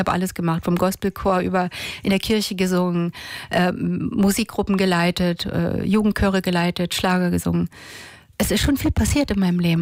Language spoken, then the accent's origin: German; Weißwasser, Saxony, Germany; unter anderem in meiner alten Heimat in Weißwasser am 9. Dezember.